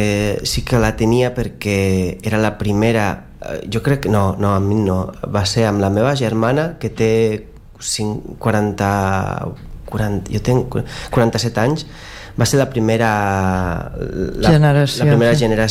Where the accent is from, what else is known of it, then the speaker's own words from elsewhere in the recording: Lasarte-Oria, Basque Country, Spain; Catalan is a second language; moved away; jo sóc d'un poble, de fet, sóc d'un poble que es diu La Sarte, però ningú el coneix i llavors dic que sóc de Sant Sebastià, que és una mica més, més fàcil de conèixer, però és l'Estraradi